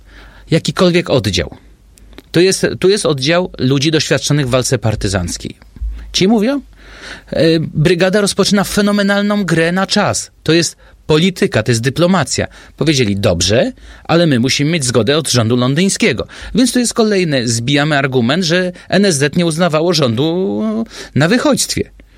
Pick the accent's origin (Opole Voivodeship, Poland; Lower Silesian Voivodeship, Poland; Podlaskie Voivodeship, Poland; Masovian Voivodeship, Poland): Masovian Voivodeship, Poland; Zwłaszcza u nas na Mazowszu.